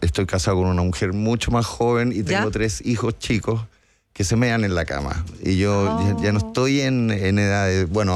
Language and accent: Spanish; Los Andes, Valparaíso, Chile; moved away as an adult; now in Santiago, Chile; soy provinciano, soy de Los Andes, entonces era venir a Santiago.